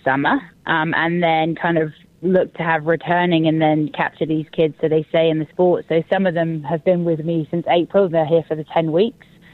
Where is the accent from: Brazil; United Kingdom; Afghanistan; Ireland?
United Kingdom; moved away as an adult; also born or lived in Canada / United States / New Zealand; now in Utah, United States; So originally, as you can tell from my accent, from the UK.